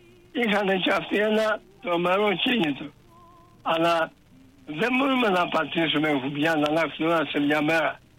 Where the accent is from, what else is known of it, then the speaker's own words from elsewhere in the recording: Perama, Crete, Greece; είμαι από το Ρέθυμνο, από το πέραμα Μηλοποτάμ.